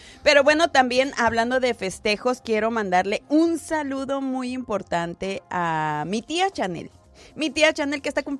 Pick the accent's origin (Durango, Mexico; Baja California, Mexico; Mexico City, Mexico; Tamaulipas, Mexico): Baja California, Mexico; Tecate; born there; ¿sabían que yo nací en Tecate?